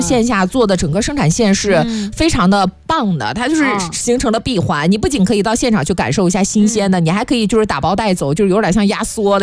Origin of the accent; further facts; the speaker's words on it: Zibo, Shandong, China; 是博山区，是我土生土长的地方、我是在这儿出生